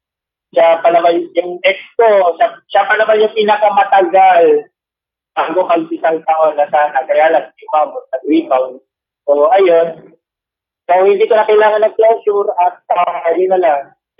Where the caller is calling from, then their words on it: Taguig, Metro Manila, Philippines